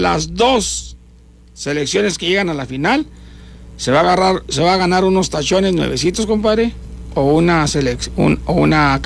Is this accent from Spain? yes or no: no; Mexico; yo pienso que la final va a ser México en primero porque soy mexicano.